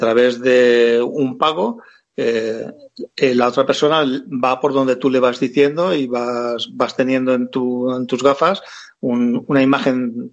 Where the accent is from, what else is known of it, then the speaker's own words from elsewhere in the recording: Lleida, Catalonia, Spain; Yo la verdad es que como soy de Lleida, cuando conocí a Eva, me di cuenta de que aquí no hay niebla